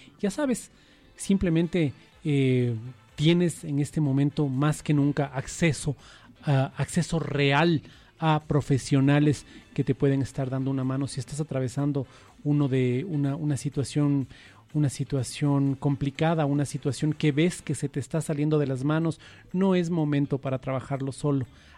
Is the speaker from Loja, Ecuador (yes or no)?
no; Quito, Pichincha, Ecuador